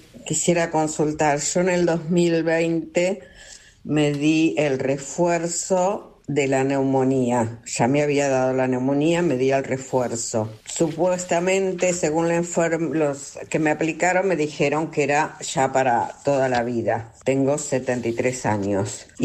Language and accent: Spanish; Banfield, Buenos Aires Province, Argentina; soy de Banfield.